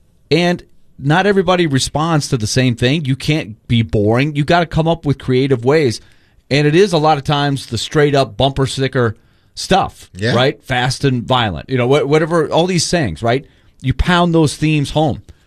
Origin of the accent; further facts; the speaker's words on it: New York, United States; And I watched them a lot when I grew up in New York.